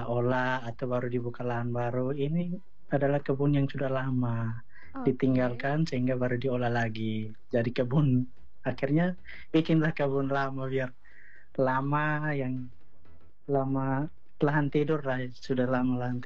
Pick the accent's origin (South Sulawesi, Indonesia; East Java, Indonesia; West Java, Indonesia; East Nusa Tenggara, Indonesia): East Nusa Tenggara, Indonesia; Atambua; now in Kupang, Indonesia; Ya, sebenarnya juga orang perbatasan.